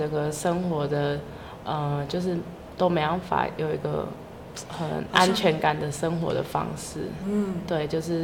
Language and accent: Chinese; Nantou County, Taiwan; 因为我也不是新北人或是台北人，就是我是从南投过来的人这样子